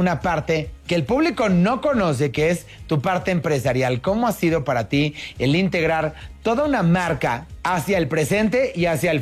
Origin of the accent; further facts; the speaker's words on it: Mexico; este legado que nos identifica a todos como mexicanos?